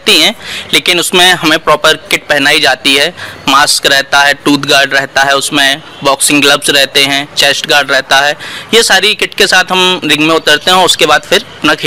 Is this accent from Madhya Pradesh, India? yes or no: yes; Madhya Pradesh, India; now in Makronia, Sagar, India; मैं दीनदयाल नगर मकरोनिया में वर्तमान समय में रहता हूँ और मेरा पैतृक निवास है बंडा के पास, एक छोटा सा क्षेत्र है बिनय का, वहाँ का मैं मूल निवासी हूँ।